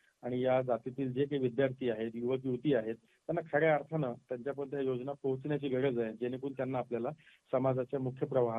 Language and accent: Marathi; Kumgaon, Maharashtra, India; born there; मी सुद्धा एका बुलढाणा जिल्ह्यातील नांदुरा तालुक्यातील कुमगाव सारख्या छोट्याशा खेड्यात जन्माला आलो. माझ्या घरची परिस्थिती अत्यंत हलाकीची होती